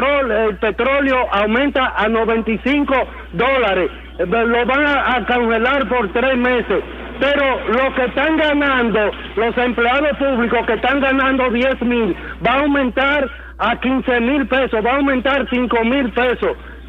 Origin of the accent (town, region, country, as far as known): Dominican Republic